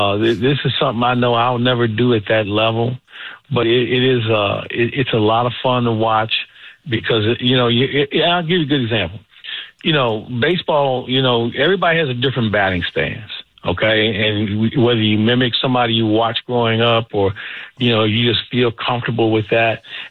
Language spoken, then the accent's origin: English; St. Louis, Missouri, United States; I grew up in St. Louis